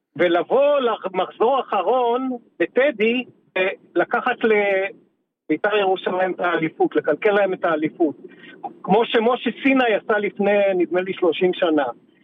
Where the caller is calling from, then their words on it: Central Israel, Israel; אני מהמרכז.